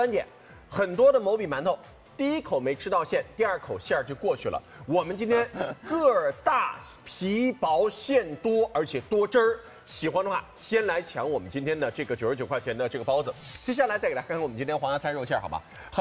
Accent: Shanghai, China; 带一点咱们上海人的这种甜的口感

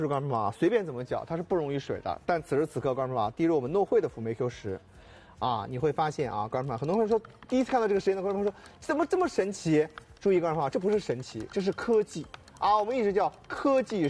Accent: Shanghai, China; 我们上海人

